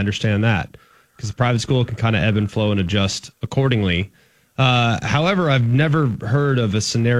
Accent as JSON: {"language": "English", "town": "Dallas", "region": "Texas", "country": "United States", "tie": "born or raised there", "said": "Growing up in Dallas Fort Worth and growing up a Texas fan"}